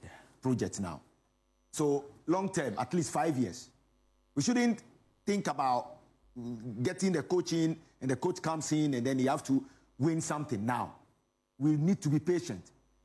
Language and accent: English; Ghana; I'm a Ghanaian, and I would love to hear that call ringing.